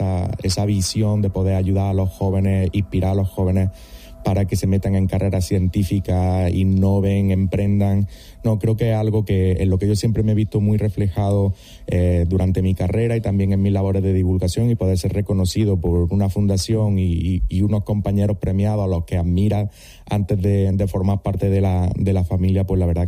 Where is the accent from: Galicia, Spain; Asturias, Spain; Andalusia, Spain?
Andalusia, Spain; moved away as an adult; en mi tierra, en Andalucía